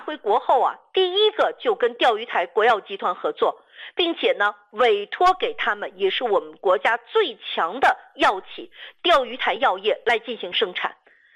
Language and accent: Chinese; China; 是我是一个中国人，我这个心里边装的是我的祖国